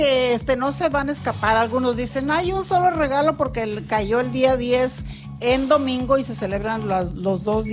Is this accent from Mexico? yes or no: yes; Mexico; Igual, sigo siendo mexicana y pues como dos regalos.